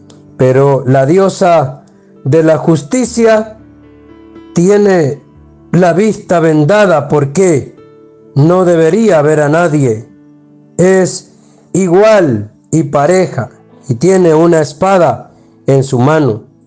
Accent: Honduras

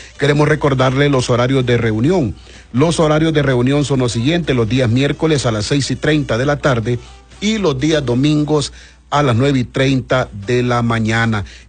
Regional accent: Honduras; nuestra amada Honduras

